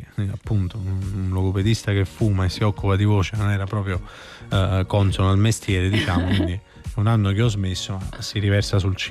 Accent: Benevento, Campania, Italy; now in Naples, Italy; Io sono beneventano.

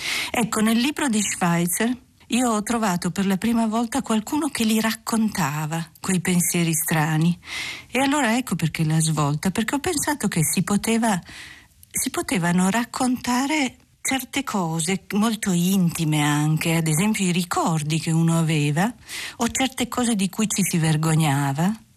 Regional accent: Turin, Piedmont, Italy; Sono nata a Torino, non mi sono mai mossa dalla mia città.

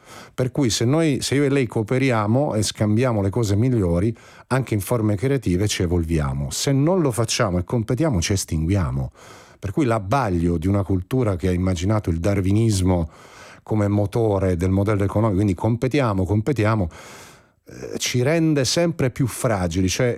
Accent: Apulia, Italy; Io sono pugliese.

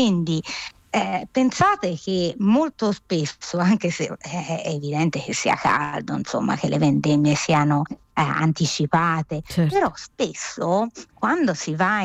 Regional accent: Tuscany, Italy; accent: Tuscan; io sono toscana

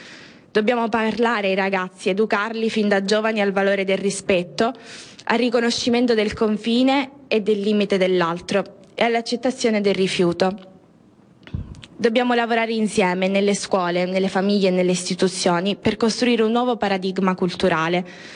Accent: Calabria, Italy; sono donna, perché sono calabrese e perché vengo da un piccolo paesino

